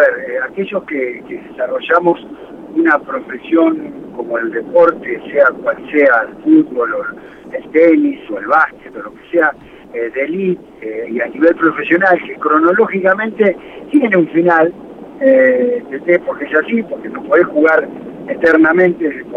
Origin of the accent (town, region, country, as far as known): Lima, Buenos Aires Province, Argentina; born or raised there